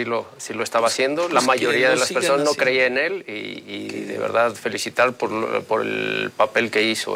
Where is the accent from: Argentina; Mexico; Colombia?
Mexico; No. Seguimos siendo mexicanos.